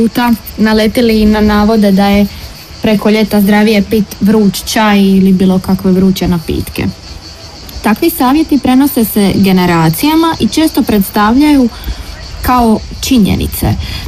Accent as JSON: {"language": "Croatian", "country": "Croatia", "said": "Kod nas u Hrvatskoj"}